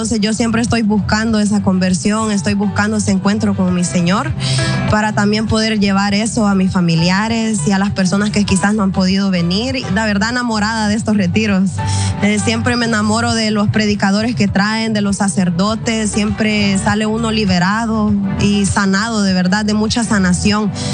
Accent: California, United States; vengo de Pandel, California, que está como casi a 2 horas de acá.

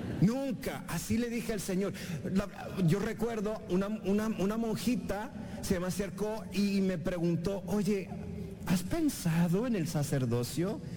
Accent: Mexico; moved away as an adult; also born or lived in New York; Porque nosotros somos mexicanos y así somos, ¿verdad?

